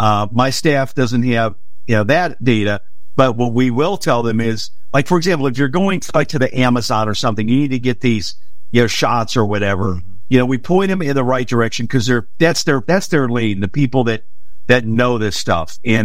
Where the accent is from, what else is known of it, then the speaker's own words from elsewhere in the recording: Chicago, Illinois, United States; I mean, I'm from Chicago, so I'd love to go back to Chicago and go to a couple Cubs games and eat some great pizza.